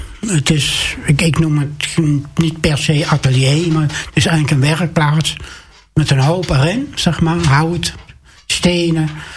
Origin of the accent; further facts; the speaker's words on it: Gelderland, Netherlands; born there; moved away as an adult; now in Waarland, Netherlands; Ik ben geboren in Gelderland. Westmaaswaal, daar ben ik geboren.